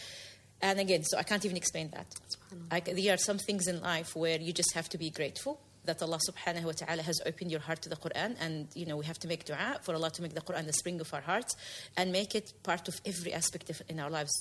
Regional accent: New Zealand; I grew up in New Zealand.

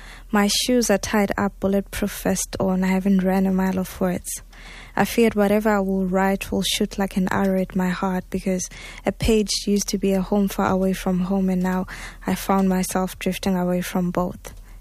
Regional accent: South Africa; I'm from South Africa.

